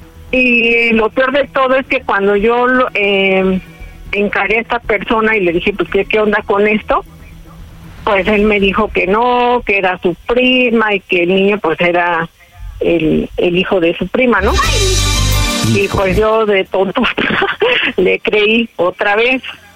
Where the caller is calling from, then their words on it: Pachuca, Hidalgo, Mexico; Tengo 30 años y soy de Pachuca, Hidalgo.